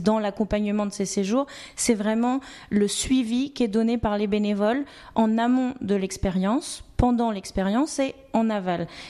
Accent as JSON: {"language": "French", "town": "Nantes", "region": "Pays de la Loire", "country": "France", "tie": "born or raised there", "moved": "yes", "lives_now": "Bordeaux, France", "said": "Je suis originaire de Nantes. Maintenant, je travaille à Bordeaux, donc j'habite à Bordeaux."}